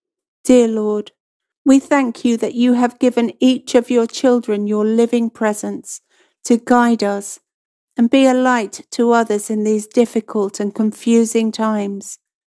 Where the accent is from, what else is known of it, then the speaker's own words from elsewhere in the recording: East of England, United Kingdom; I'm from Cambridgeshire.